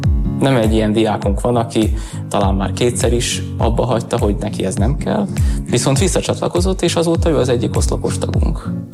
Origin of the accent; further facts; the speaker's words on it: Sopron, Győr-Moson-Sopron, Hungary; now in Debrecen, Hungary; Én soproni származású vagyok, vagyis az ország másik végéről érkeztem ide